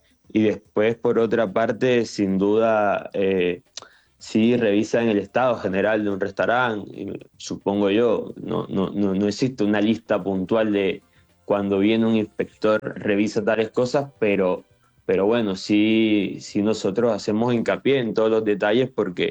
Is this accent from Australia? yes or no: no; Barranquilla, Atlántico, Colombia; accent: mixed; now in Argentina; No, yo soy de Barranquilla. En realidad ya tengo como un acento un poco mezclado porque tengo acá cerca de unos 8 años.